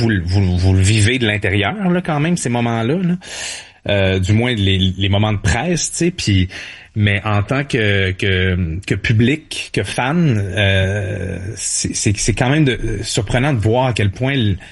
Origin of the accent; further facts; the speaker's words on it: Montreal, Quebec, Canada; born there; Ben moi je suis né à Montréal, fait que j'étais un peu brainwashed.